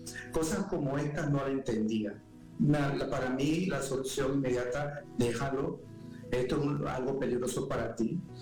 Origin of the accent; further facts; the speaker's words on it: Panama; moved away as an adult; also born or lived in Peru / Puerto Rico; yo como panameño